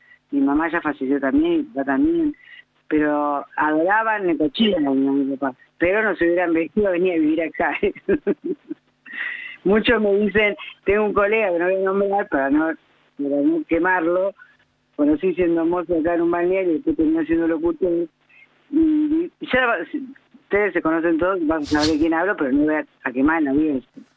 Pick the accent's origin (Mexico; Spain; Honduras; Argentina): Argentina; Buenos Aires; born there; moved away as an adult; now in Necochea, Argentina; No, hace 1 año y medio. Porque vivía en Capital, nací en Capital. Soy como yo siempre, soy nacida en Capital.